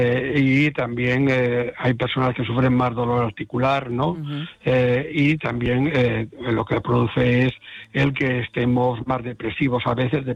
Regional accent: Galicia, Spain; Como buen gallego voy all

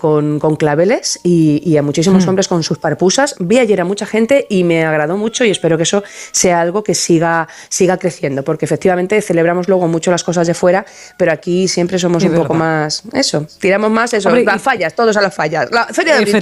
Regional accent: Madrid, Community of Madrid, Spain; born there; A mí cuando yo digo que soy de Madrid, me dicen, anda, pero has nacido aquí

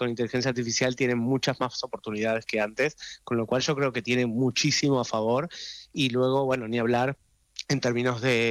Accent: Argentina; accent: Argentine

